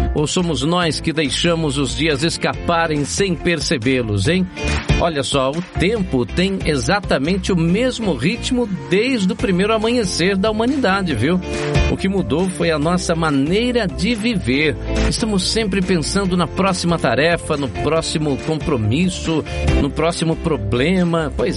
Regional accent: Minas Gerais, Brazil; Eu que sou mineiro, eu vou falar pra vocês, o melhor pão de queijo do planeta é os pão de queijo das Minas Gerais, uai.

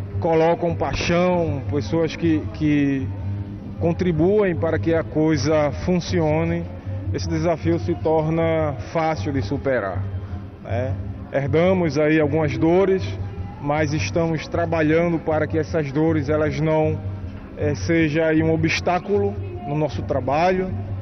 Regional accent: Rio Grande do Norte, Brazil; o Campeonato Norte-Nordeste que vai ser na minha cidade natal, Rio Grande do Norte.

